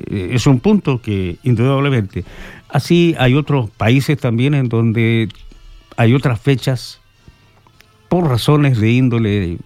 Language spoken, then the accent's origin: Spanish; Chile; Nosotros como chilenos recibíamos el ejemplo del Perú.